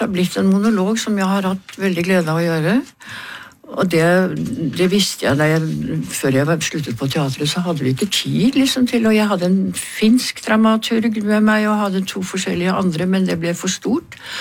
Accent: Oslo, Norway; Jeg har vokst opp på Beste Vestkant, som det heter

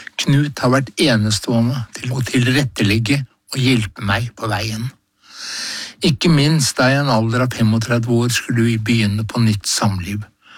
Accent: Horten, Vestfold, Norway; moved away as an adult; now in Oslo, Norway; som var mitt første stopp som florist og blomsterdekoratør da jeg kom fra Horten til hovedstaden på 70-tallet.

